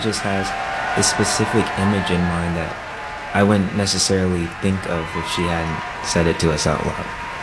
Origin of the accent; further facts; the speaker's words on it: Memphis, Tennessee, United States; I'm from Memphis, Tennessee, and I play the viola.